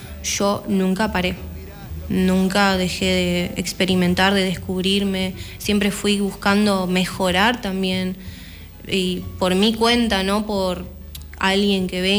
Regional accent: Mar del Plata, Buenos Aires Province, Argentina; born there; now in Concordia, Argentina; Yo no nací acá. Yo nací en Mar del Plata.

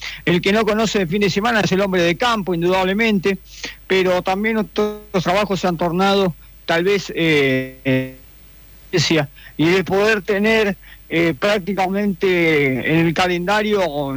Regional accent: Argentina

